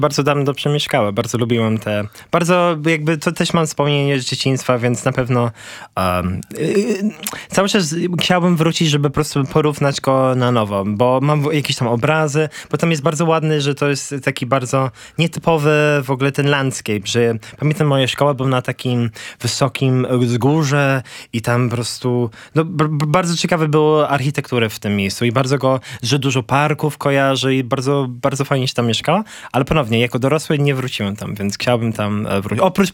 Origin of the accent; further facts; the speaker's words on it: London, United Kingdom; moved away; urodziłem się niedaleko. Wychowałem się tam w Londynie i właśnie Islington był mój bar. I tam mieszkałem przez większość czasu, jak mieszkałem w Anglii.